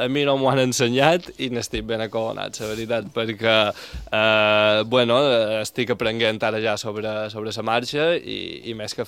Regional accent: Montuïri, Balearic Islands, Spain; jo som mallorquí, tota la meva família és mallorquina

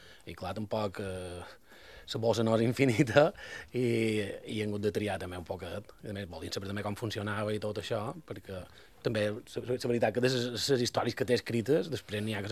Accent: Campanet, Balearic Islands, Spain; Sí, perquè jo som de Campanet.

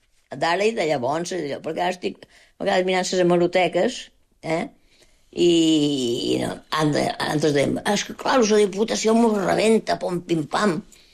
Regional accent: Balearic Islands, Spain; born there; Jo, de Menorca, jo he nascut a Menorca

